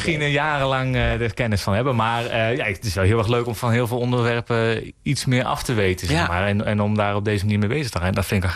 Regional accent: Sint Jansklooster, Overijssel, Netherlands; ik kom zelf uit het Sint-Jansklooster.

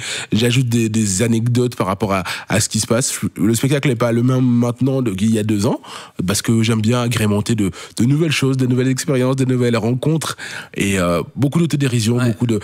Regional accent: Belgium; moi, je suis belge.

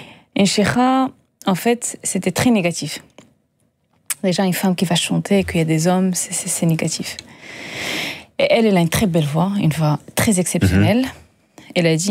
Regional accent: Agadir, Souss-Massa, Morocco; Moi, j'adore la mer. Je viens d'Agadir.

